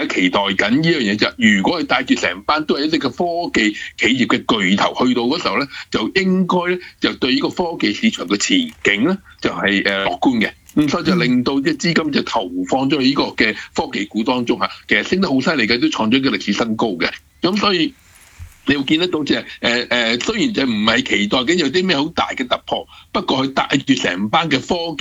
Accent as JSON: {"language": "Cantonese", "country": "Hong Kong", "said": "我香港人"}